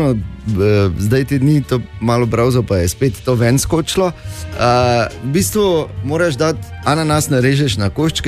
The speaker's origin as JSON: {"language": "Slovenian", "town": "Maribor", "region": "Drava", "country": "Slovenia", "tie": "born or raised there", "said": "skozi Dogoše, skozi moj rojstni kraj."}